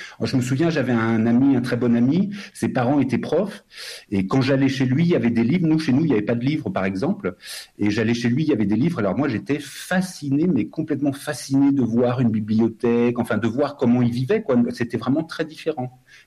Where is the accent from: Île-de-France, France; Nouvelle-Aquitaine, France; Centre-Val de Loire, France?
Île-de-France, France; Fontainebleau; born there; now in Ariège, France